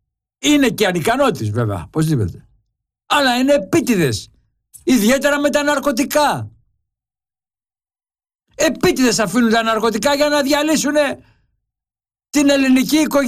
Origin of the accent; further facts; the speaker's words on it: Greece; ντρέπομαι ως Έλληνας